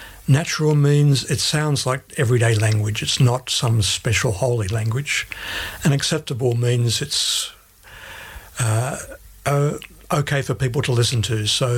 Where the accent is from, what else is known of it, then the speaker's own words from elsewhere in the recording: Sydney, New South Wales, Australia; moved away as an adult; also born or lived in Papua New Guinea; now in Finland; I'm originally from Australia. I was born in Sydney, grew up there, went to Papua New Guinea in the early 90s and met my wife there, who was from Finland. We worked there for 25 years and now we're living in Finland.